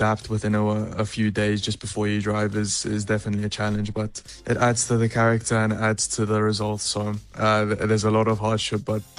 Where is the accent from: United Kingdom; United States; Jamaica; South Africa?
South Africa; being from South Africa and racing against Europeans